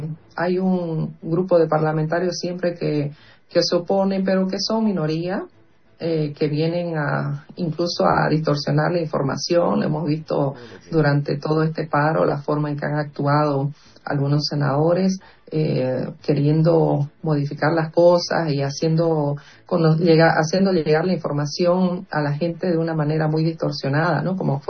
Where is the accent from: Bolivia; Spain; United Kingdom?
Bolivia; Santa Cruz; los valores que tenemos como pueblo cruceño y como pueblo boliviano